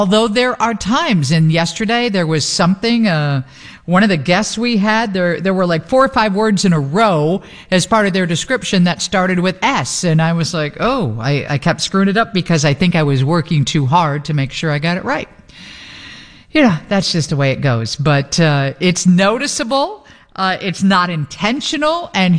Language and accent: English; Chicago, Illinois, United States; also born or lived in Germany / France / Italy; no matter where we were stationed, Germany, France, Italy. When I went to school, everyone knew I was from Chicago.